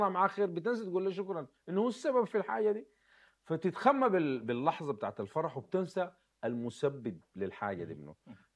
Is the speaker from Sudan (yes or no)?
yes; Sudan; احنا طبعا كسودانيين